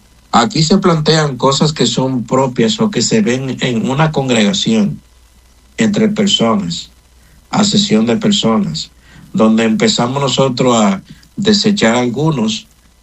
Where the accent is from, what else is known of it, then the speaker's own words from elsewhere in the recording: Dominican Republic; moved away as an adult; now in Puerto Rico; Tengo 18 años viviendo en Puerto Rico y he podido ver eso, porque eso no solamente lo he podido ver en mi país, en la República